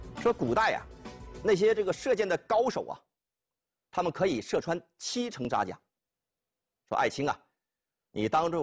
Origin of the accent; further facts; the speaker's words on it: China; 我们中国人呢心目当中